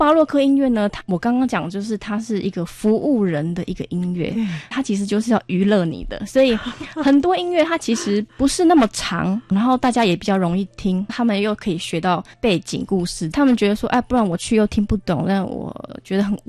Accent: Yuanli, Miaoli County, Taiwan; moved away as an adult; 其实苑里就是我长大的地方，我现在结束我的学习回来家里住，知道说苑里，像比如说我连要搭高铁，它是在苗栗跟台中的中间，所以我要到两边都不容易，它算是一个交通很不方便的地方。

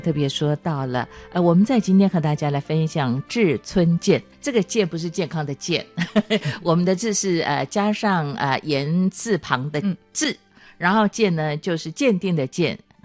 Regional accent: Chiayi, Taiwan; 我的老家在嘉义

